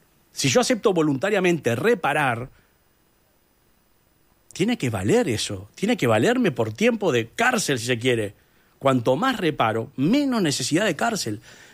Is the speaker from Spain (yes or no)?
no; Uruguay; now in Chile; Yo hace 25 años que me fui de Uruguay. España, Alemania, Chile ahora.